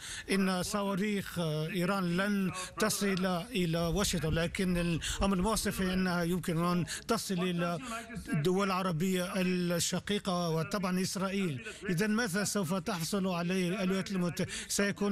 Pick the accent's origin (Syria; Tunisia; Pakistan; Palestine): Pakistan; أنا كباكستاني أفتخر بأن حكومة بلادي بذلت هذه الجهود،